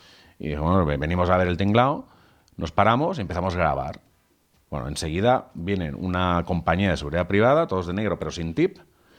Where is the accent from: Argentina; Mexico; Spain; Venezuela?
Spain; aquí los únicos que pagamos el pato por el cambio climático o lo que sea somos los gilipollas españoles, ¿no?